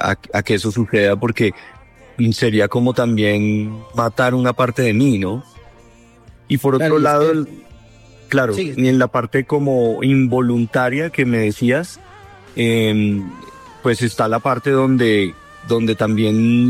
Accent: Colombia; Y también uno siendo colombiano, pues uno también ha estado permeado por tanta música diferente desde niño, desde las fiestas, música tropical.

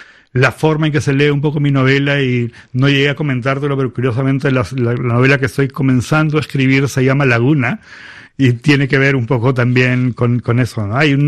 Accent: Peru; moved away as an adult; now in Maine, United States; Que era la historia del Perú y toda la historia de nuestra vida hasta ese momento.

